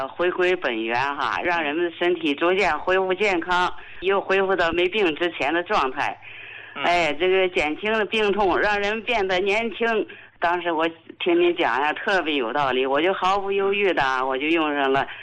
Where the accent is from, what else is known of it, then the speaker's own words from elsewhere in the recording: Harbin, Heilongjiang, China; 胡教授，我是哈尔滨的患者。